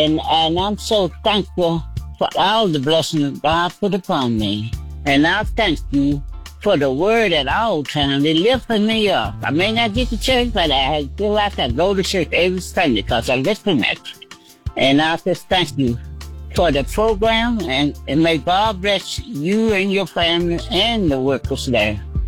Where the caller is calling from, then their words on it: Roanoke, Virginia, United States; … I'm calling from Roanoke, Virginia.